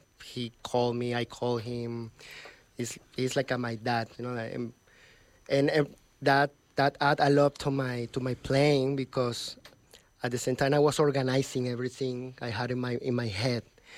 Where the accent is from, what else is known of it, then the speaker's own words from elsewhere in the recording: Venezuela; English is a second language; moved away as an adult; now in New York, United States; I'm from Venezuela